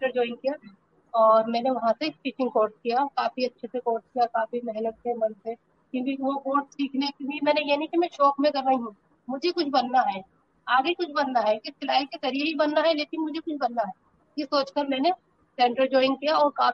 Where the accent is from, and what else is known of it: Rampur, Uttar Pradesh, India; born or raised there